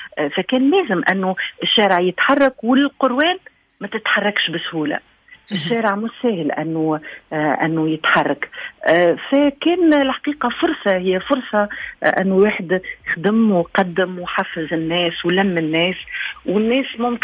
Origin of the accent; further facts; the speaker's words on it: Tunisia; أنا تونسية بنت الأرض ذي